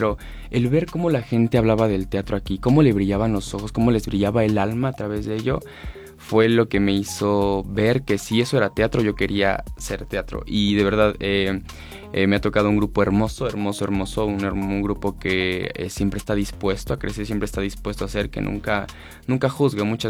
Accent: Cuautepec de Hinojosa, Hidalgo, Mexico

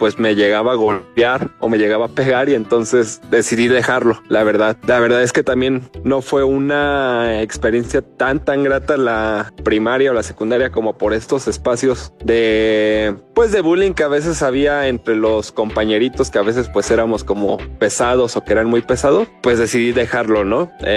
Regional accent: Tulancingo de Bravo, Hidalgo, Mexico; yo soy originario de Tulancingo de Bravo Hidalgo, justamente de Medias Tierras, que está entre Tulancingo y Santiago.

